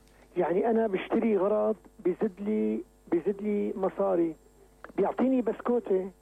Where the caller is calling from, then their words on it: Damascus, Damascus Governorate, Syria; من الشام.